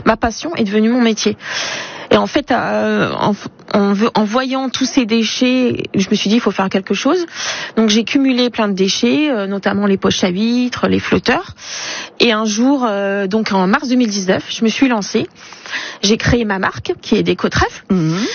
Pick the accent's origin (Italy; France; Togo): France; Saint-Valery-sur-Somme, Hauts-de-France; born there; Oui, je suis née à Saint-Valery-sur-Somme.